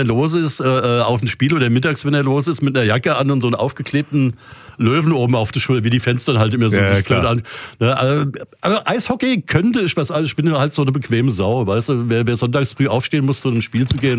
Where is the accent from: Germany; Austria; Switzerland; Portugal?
Switzerland; moved away; ich bin ja Schweizer, wie schon so oft erwähnt.